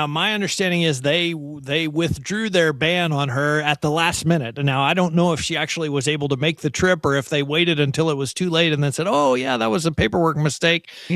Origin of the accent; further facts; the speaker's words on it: United States; For us as American believers